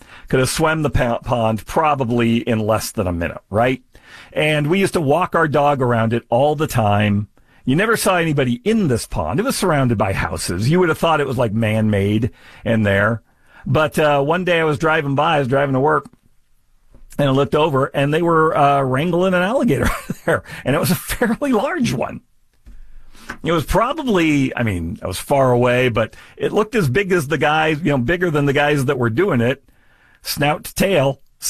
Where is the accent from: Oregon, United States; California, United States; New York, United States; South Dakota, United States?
California, United States; I was born in California. I'm from California.